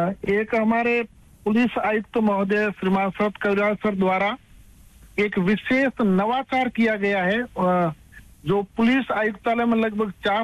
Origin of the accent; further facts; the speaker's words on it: Rajasthan, India; also born or lived in Barmer; मैं भी वैसे ही एक साधारण किसान परिवार से हूँ, मैंने प्राइमरी शिक्षा है वो मेरे गाँव आठमा से की और उसके बाद में मैंने 6वीं 7वीं मेरे ननियाल शिवकर से और फिर 8वीं मैंने सियाणी से, जो हमारे पास में गाँव है वहां से